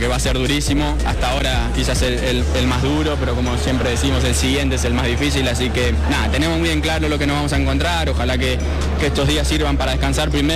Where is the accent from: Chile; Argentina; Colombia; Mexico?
Argentina; nosotros como argentinos